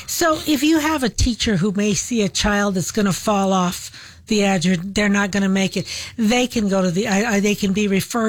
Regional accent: New Mexico, United States; born there; like we say in Northern New Mexico, we were born here all our lives. Born here all our lives.

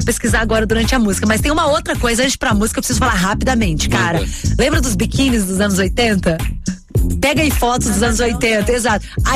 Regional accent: Minas Gerais, Brazil; born there; moved away; Alô, galera dessa região, sul de Minas. Beijo aí pra minha terra.

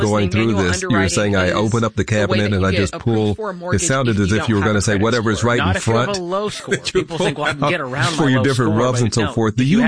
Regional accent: Kansas City, United States; I grew up in Kansas City.

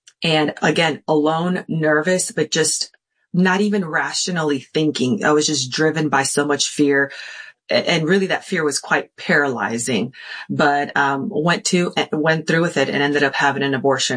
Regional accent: Detroit, Michigan, United States; I grew up in Detroit, Michigan, and a wonderful family. We went to church all the time.

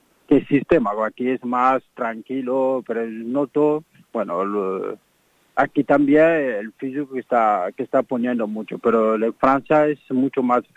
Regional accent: Republic of the Congo; Spanish is a second language; lo que pasa en mi país, el fútbol tiene un nivel cero, que no hay mucho nivel. Además es un país pequeñito, no es como el otro Congo, porque somos vecinos.

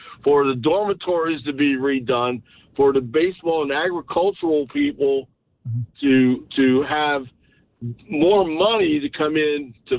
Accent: Pennsylvania, United States; I'm from Eastern Pennsylvania.

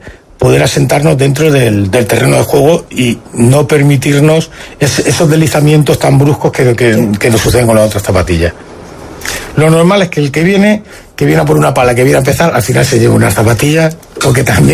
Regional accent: Talavera de la Reina, Castilla-La Mancha, Spain; now in Melilla, Spain; no tenemos pueblos alrededor como puede suceder en Talavera, que yo soy de ahí, de Talavera, en lo cual tienes todos los pueblos de alrededor.

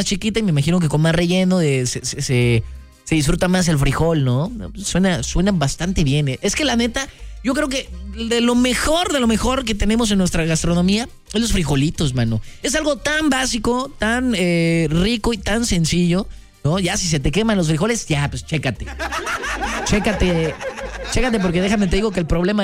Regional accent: Córdoba, Veracruz, Mexico; moved away; yo que soy de allá de Cordobaches

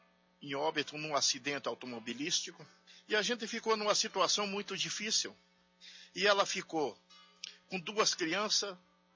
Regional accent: Curitiba, Paraná, Brazil; vim da cidade de Curitiba, vim testemunhar a grande bênção

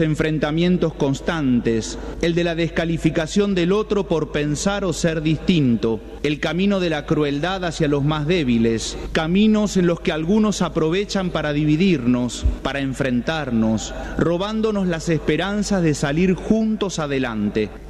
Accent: Argentina; Como sociedad argentina también recorremos caminos peligrosos

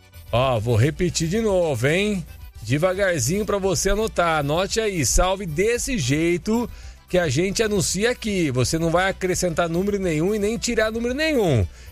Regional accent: Brumado, Bahia, Brazil; now in São Carlos, Brazil; sou de Brumado, da Bahia, mas tô aqui em São Carlos, tô aqui na portaria ouvindo esse programa sensacional

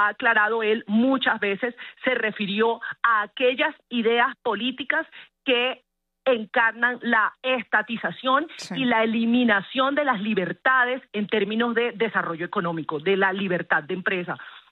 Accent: Colombia; Todos somos colombianos, tenemos los mismos derechos y los mismos deberes.

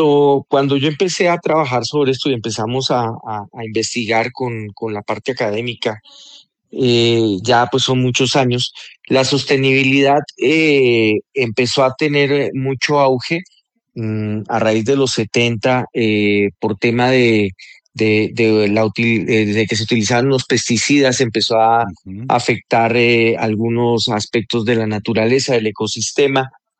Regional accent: Colombia; moved away; Para mí como colombiano y un colombiano que lleva un buen rato fuera del país

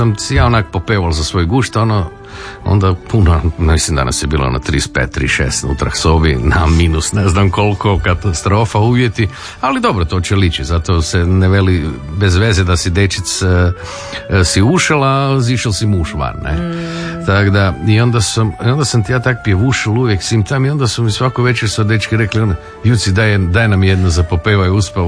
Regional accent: Hum na Sutli, Krapina-Zagorje County, Croatia; Rodom iz Huma na Sutli, da, s centra dole, s broda.

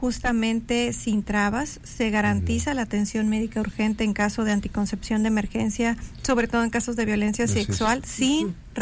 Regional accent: Mexico; now in Colima, Mexico; Como mexicanos tenemos ese derecho.

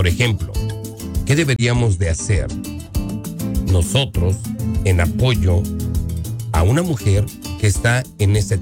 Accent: Mexico; nosotros como mexicanos tenemos ese título de que somos muy machistas.

